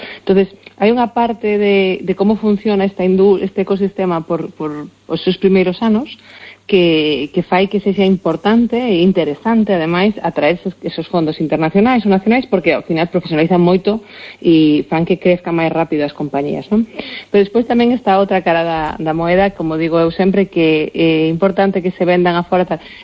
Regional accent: Galicia, Spain; Pero a nivel galega, como galega falando

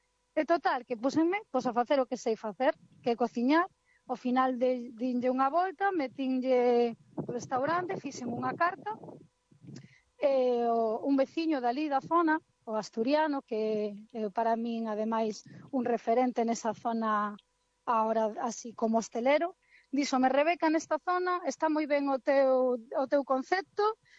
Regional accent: Galicia, Spain; Ao final, somos galegos e comemos como galegos.

